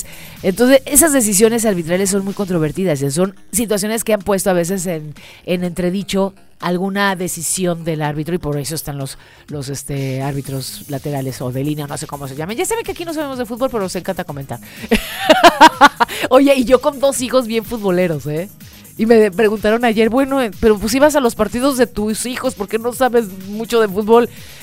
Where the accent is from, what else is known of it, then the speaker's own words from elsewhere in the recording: Mexico; en mi defensa mexicana, o sea, yo hablando como mexicana